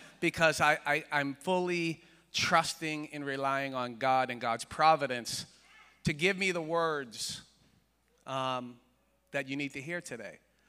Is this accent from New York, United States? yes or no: no; Boston, Massachusetts, United States; I'm one of nine children. I'm the middle of nine children. I'm sure that means something. And we're from Boston, Massachusetts.